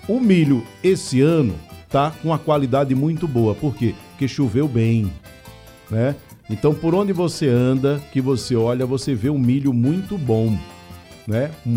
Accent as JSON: {"language": "Portuguese", "country": "Brazil", "tie": "born or raised there", "said": "em Ouro Preto, né? Onde eu cresci"}